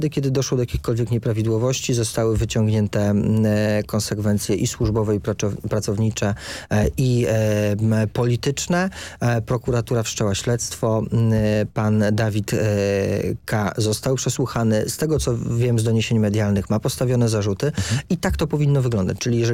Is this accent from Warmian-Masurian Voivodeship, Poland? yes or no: no; Tomaszów Mazowiecki, Łódź Voivodeship, Poland; also born or lived in Piotrków Trybunalski; bo ja nie jestem z Warszawy, z poziomu mojego Tomaszowa Mazowieckiego czy Piotrka Trybunalskiego